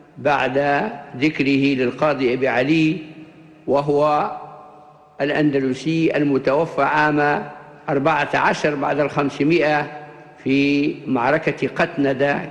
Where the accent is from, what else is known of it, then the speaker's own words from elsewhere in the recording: Libya; accent: Libyan; وقد عرفنا في لهجتنا الليبية هذا اللفظ في العامية الليبية